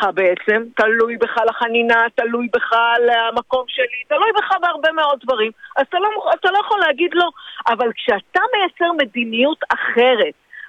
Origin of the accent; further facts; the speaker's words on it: the Krayot, Haifa District, Israel; moved away as an adult; now in Gedera, Israel; אני מחיפה, מהקריות, גדלתי בקריות, גרתי בחיפה, למדתי באוניברסיטת חיפה את התואר הראשון שלי.